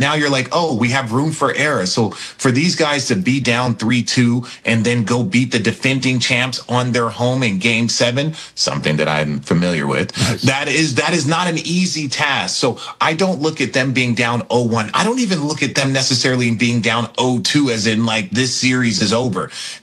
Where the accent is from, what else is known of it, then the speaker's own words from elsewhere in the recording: New York City, New York, United States; So yeah, as a New Yorker, don't marvel too much.